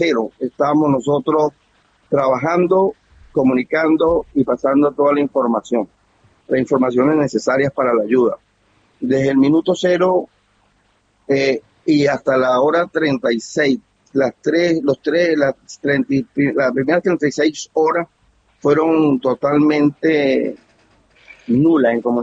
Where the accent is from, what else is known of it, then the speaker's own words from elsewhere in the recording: La Guaira, Venezuela; soy residente del estado de La Guaira